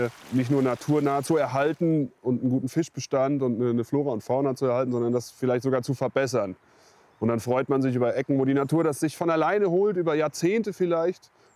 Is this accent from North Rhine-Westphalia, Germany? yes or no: yes; North Rhine-Westphalia, Germany; Ich bin aber auch hier an dem Gewässer groß geworden.